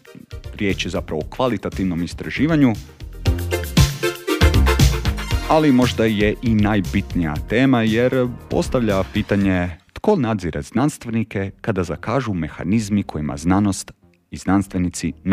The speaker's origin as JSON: {"language": "Croatian", "country": "Croatia"}